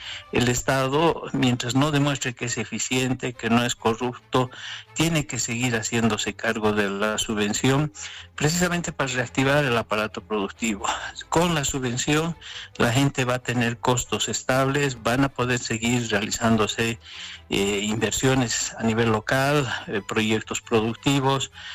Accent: Bolivia; nosotros no lo podemos pagar como bolivianos

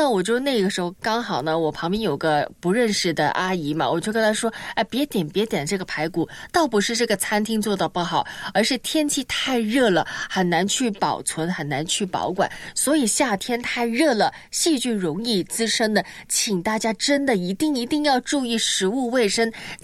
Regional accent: Guangdong, China; 我们广东人不是很喜欢饮茶吗？

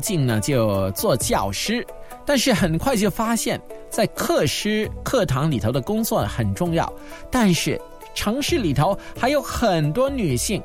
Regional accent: China; 但是华人就代表我们中国人不只是助手，

